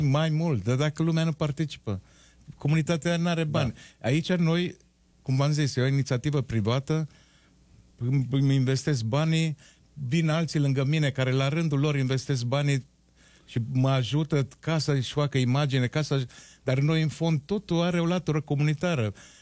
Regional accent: Romania; să ne bucurăm că suntem români

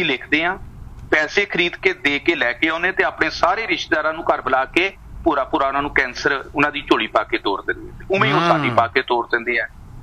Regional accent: Punjab, India

